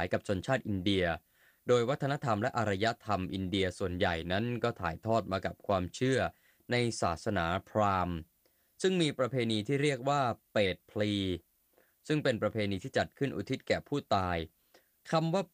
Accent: Central Thailand, Thailand; แต่ผมเนี่ยในฐานะที่เป็นคนภาคกลางเราก็ได้ยินมานานนะ

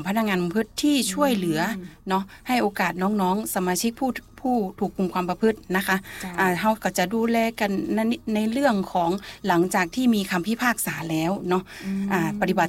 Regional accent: Chiang Mai, Thailand; now in Lamphun, Thailand; เป็นคนเชียงใหม่เจ้า

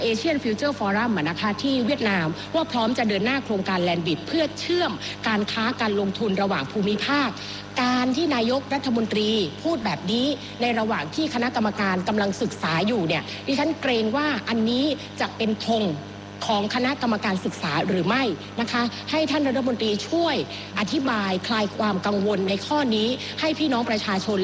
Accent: Southern Thailand, Thailand; ถามในฐานะคนใต้ท่านรัฐมนตรีวันนี้เราคุยกันก็คนใต้สองคน

